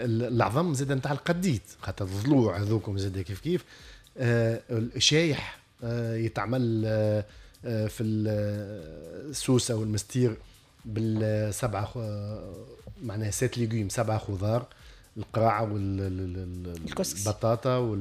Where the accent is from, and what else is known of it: Tunisia